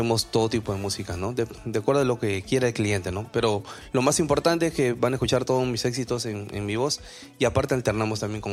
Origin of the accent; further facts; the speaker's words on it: Chiclayo, Lambayeque, Peru; also born or lived in Trujillo; Bueno, mi padre es de Trujillo, yo nací en Trujillo. Y de ahí, ni bien nací, me llevaron a Chiclayo. Toda mi vida la he hecho en Chiclayo, pero... Mi nacimiento fue en Trujillo.